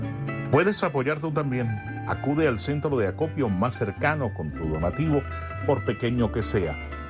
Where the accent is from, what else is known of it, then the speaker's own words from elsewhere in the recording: Venezuela; Andes de mi país, Venezuela.